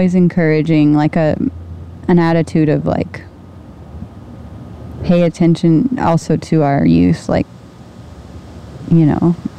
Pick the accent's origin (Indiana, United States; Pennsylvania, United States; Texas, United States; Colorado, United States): Indiana, United States; I'm from Indiana. I'm from the Midwest.